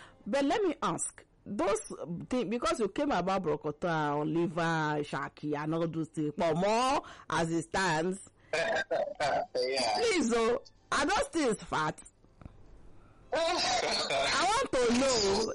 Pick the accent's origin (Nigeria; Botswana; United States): Nigeria; southern Nigeria; I'm from the South, and our food is crayfish and fish, nothing more.